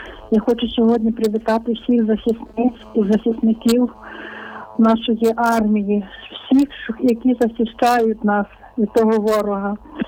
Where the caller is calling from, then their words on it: Ivano-Frankivsk Oblast, Ukraine; я з Івано-Франківщини.